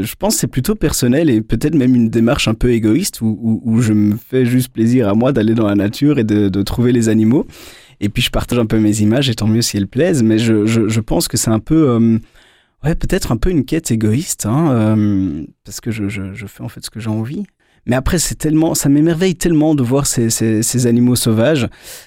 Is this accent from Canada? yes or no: no; Belgium; Je suis beaucoup par chez nous, en Belgique.